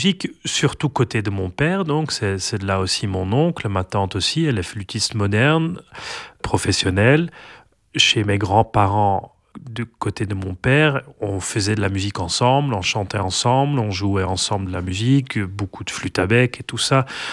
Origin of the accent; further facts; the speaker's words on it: Leuven, Flanders, Belgium; moved away as an adult; also born or lived in Brussels / Paris region; now in between Leuven and Tienen, Belgium; Donc moi, je suis né à Louvain. J'ai grandi à Kesselos, qui est une commune de Louvain. Parfois, je l'ai dit en rigolant, je suis fils des gens, des immigrés, parce qu'ils venaient de la région d'Anvers.